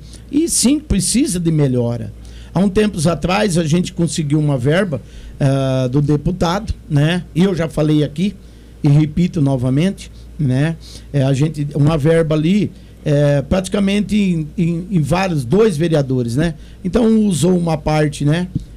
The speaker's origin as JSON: {"language": "Portuguese", "country": "Brazil", "tie": "born or raised there", "said": "na Vila Gadini, né? Onde eu nasci, onde a gente criamos junto"}